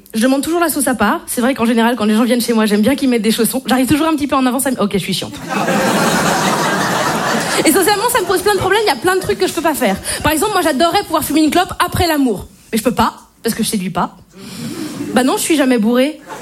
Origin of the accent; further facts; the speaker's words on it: Brittany, France; je suis bretonne et je ne bois pas d'alcool.